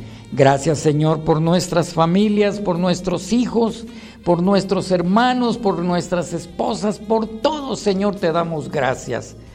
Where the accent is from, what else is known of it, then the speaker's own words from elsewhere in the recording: Cuilco, Huehuetenango, Guatemala; born there; moved away; por allá por mi pueblo, Cuilco. Ah, ese es mi pueblo lindo, Cuilco. Yo soy de Cuilco, mis paisanos lindos.